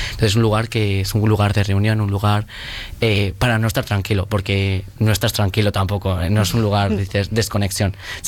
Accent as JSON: {"language": "Spanish", "region": "Castile and León", "country": "Spain", "said": "en mi pueblo, por ejemplo, ha habido un grupito que se ha juntado este año para ir a las piscinas de Villadiego"}